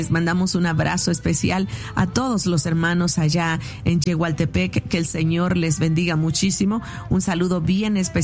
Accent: El Salvador; Yo no soy de México, para los que no me conocen. Yo soy originaria de la República de El Salvador, pero el Señor me permite ahora viajar con frecuencia a México

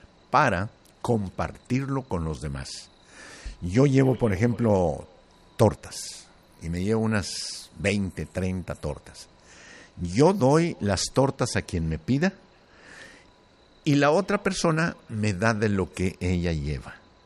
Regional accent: Tlaltenango, Zacatecas, Mexico; moved away; Muchos en Tlaltenango, ya en mi pueblo, nos están escuchando, Victorino, y les quiero decir que en unas 2 o menos o 3 semanas voy a ir a mi tierra.

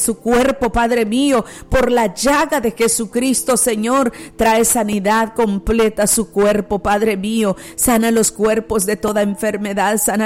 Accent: El Salvador; Yo recuerdo que en una campaña evangelística al aire libre en mi país, El Salvador

